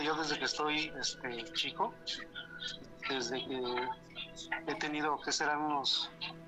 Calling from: San Juan del Río, Querétaro, Mexico; De aquí de San Juan del Río.

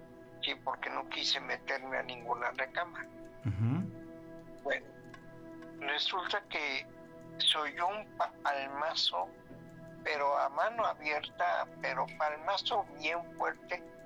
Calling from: Puebla, Mexico; De la ciudad de Puebla.

